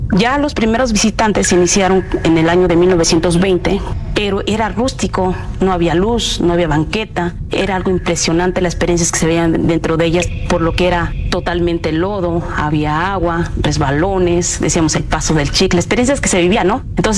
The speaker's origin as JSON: {"language": "Spanish", "region": "Guerrero", "country": "Mexico", "tie": "born or raised there", "said": "Soy nativa de aquí"}